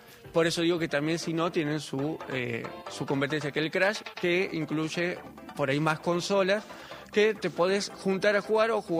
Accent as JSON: {"language": "Spanish", "region": "Jujuy", "country": "Argentina", "said": "somos tres jujeños y un cordobés"}